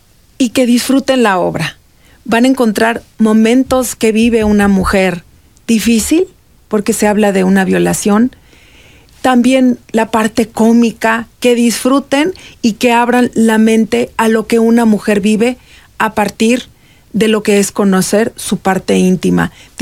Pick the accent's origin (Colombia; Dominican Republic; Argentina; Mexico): Mexico; Mexico City; born there; moved away as an adult; now in Querétaro, Mexico; No soy queretana, yo nací en la Ciudad de México, pero aquí en Querétaro tengo aproximadamente 24 años